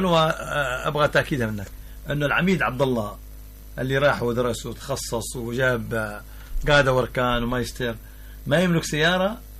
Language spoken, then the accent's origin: Arabic; Mukalla, Hadhramaut, Yemen; معلش يا عميد عبد الله، أنا ابن المكلا وأغلب من في المكافحة وما فيهم أنت